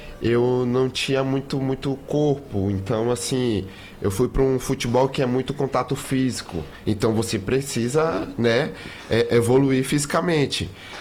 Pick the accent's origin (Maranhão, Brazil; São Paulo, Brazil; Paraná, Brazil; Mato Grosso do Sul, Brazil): Maranhão, Brazil; Balsas; Eu sou de Balsas, no interior Balsas. Do Maranhão.